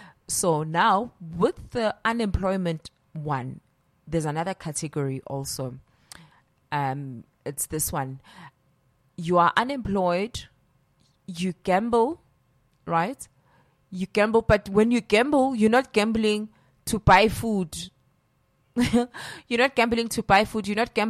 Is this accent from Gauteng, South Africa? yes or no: yes; Soweto, Gauteng, South Africa; I'm from Deep Kloof